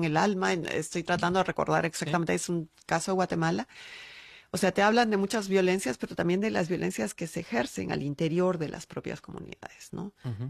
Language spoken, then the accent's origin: Spanish; Cusco, Peru; yo no vengo de ninguna provincia, yo vengo del Cusco.